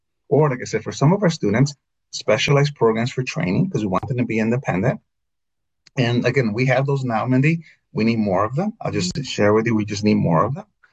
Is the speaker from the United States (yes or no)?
yes; Illinois, United States; I was in Texas, I was in Nevada, I was in my home state of Illinois.